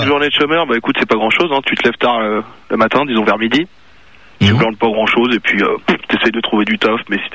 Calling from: Paris, Île-de-France, France; J'appelle de Paris, 100.9, FM.

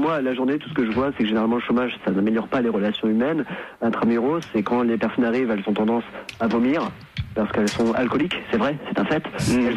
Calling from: Sainte-Luce-sur-Loire, Pays de la Loire, France; Bah, j'habite à Saint-Luc-sur-Loire, à côté de Toiré et de Carquefou.

